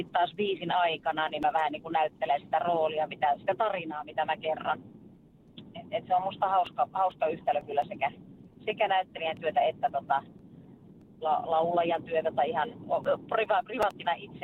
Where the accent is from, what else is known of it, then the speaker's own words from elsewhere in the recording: France; mä oon itse viettänyt lapsuuteni Ranskassa, että mä olin 4, kun mä muutin sinne, niin se jäi semmoiseksi tosi vahvaksi tunnekieleksi.